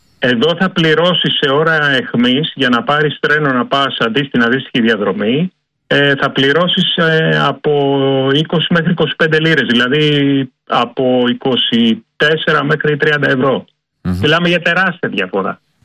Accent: Greece; moved away as an adult; now in Kent, United Kingdom; εμείς ως Έλληνες, ξέρω εγώ, έχουμε μεγαλώσει η Ελλάδα, έχω ζήσει σε συνθήκες κάψωνα.

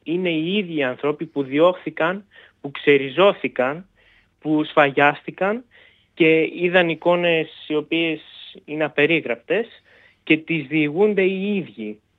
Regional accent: Mesimeri, Central Macedonia, Greece; εγώ για το χωριό μου εδώ το Μεσημέρι

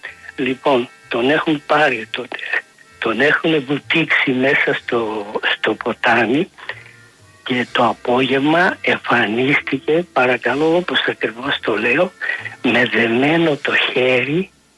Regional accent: Central Macedonia, Greece; το χωριό μου από την Αριδαία είναι 6 χιλιόμετρα.

